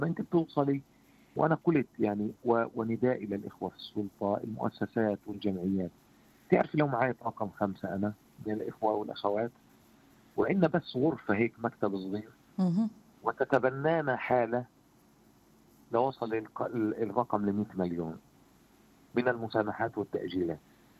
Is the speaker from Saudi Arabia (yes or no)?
no; Palestine; إحنا فلسطينيين